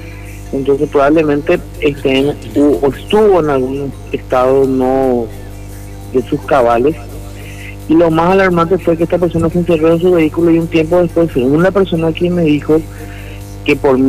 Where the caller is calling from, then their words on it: Luque, Central, Paraguay; yo vivo en la ciudad de Luque, vivo en el centro